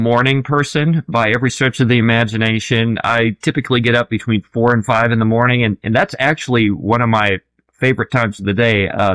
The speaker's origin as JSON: {"language": "English", "town": "Clearwater", "region": "Nebraska", "country": "United States", "tie": "born or raised there", "moved": "yes", "lives_now": "Texas, United States", "said": "I grew up in a little town in northeastern Nebraska. The name of the town is Clearwater, Nebraska."}